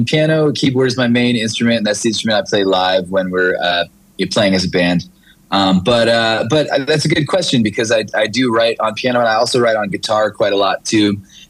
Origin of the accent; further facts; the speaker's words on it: Wisconsin, United States; I'm a Wisconsinite